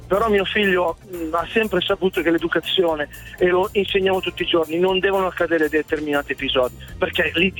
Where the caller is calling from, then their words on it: Reggio Emilia, Emilia-Romagna, Italy; Io chiamo da Reggio Emilia, non molto lontano da Parma, siamo a due passi da lì.